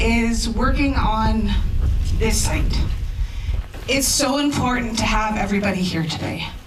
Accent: Serpent River First Nation, Ontario, Canada; I'm from Serpent River First Nation

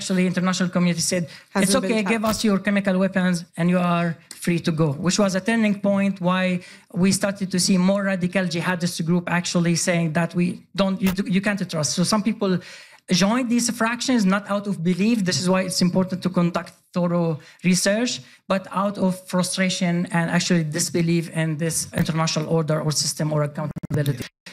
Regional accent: Sweden; no, very appreciated because I grew up in Sweden.

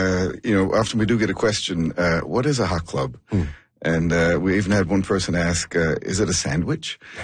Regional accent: Carbonear, Newfoundland and Labrador, Canada; And I'm from Carbonear in Conception Bay.

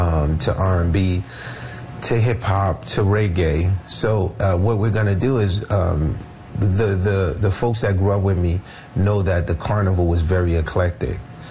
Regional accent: Haiti; also born or lived in Brooklyn, United States; now in United States; Like, I came from Haiti. We moved to Brooklyn. We lived in like Marlboro Projects in Coney Island.

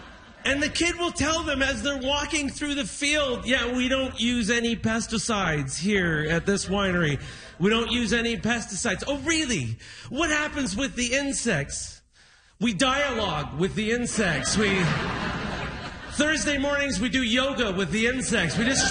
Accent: Niagara-on-the-Lake, Ontario, Canada; Thank you, Niagara-on-the-Lake, my hometown.

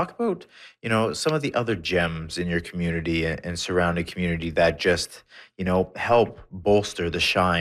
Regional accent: Toronto, Ontario, Canada; now in Dawson, Canada; they embrace me because I'm not from here. I'm from Toronto, but my son is born here, will be raised here

